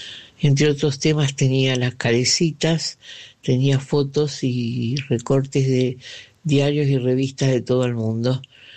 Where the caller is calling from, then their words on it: Boedo, Buenos Aires, Argentina; les deseo un hermoso sábado y domingo y lo mejor … de Boedo.